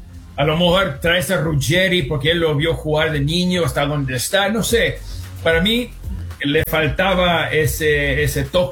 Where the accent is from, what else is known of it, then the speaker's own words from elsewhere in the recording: United States; nosotros como americanos